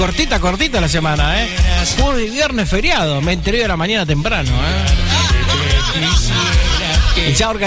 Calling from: Huanqueros, Santa Fe, Argentina; de Huanqueros y escucho siempre el programa.

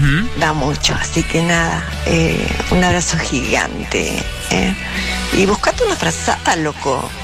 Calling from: Corrientes, Argentina; guaraní, soy correntina.

